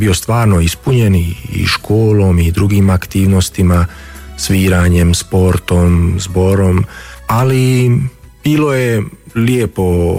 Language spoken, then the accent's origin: Croatian; Vitez, Federation of Bosnia and Herzegovina, Bosnia & Herzegovina; moved away as an adult; now in Münster, Germany; Rodom sam iz Viteza, također iz Srednje Bosne